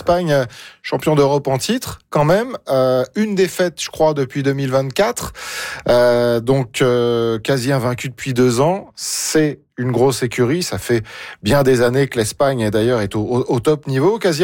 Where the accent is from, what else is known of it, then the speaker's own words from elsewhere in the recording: France; vous savez que je suis français, effectivement.